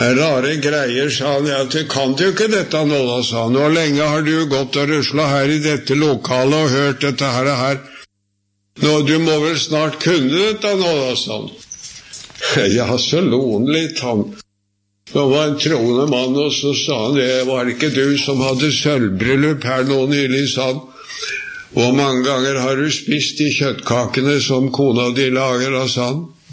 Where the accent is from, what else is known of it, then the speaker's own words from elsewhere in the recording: Sarpsborg, Østfold, Norway; hjemme i Sarpsborg, jeg vokste opp der.